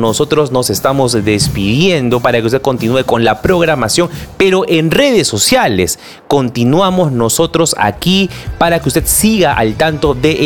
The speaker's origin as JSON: {"language": "Spanish", "country": "Peru", "said": "somos peruanos de corazón"}